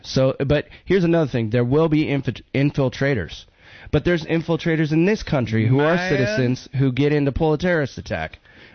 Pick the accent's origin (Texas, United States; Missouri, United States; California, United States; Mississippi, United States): California, United States; Prunedale; also born or lived in Salinas; I'm from Prunedale, so I lived in Salinas when I got out of the military